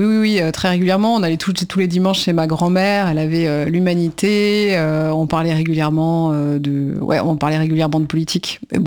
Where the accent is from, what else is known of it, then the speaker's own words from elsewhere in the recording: Paris, Île-de-France, France; je suis née en 1981. Je suis née à Paris, dans le 19e arrondissement, qui est un quartier assez populaire, donc la place des Fêtes.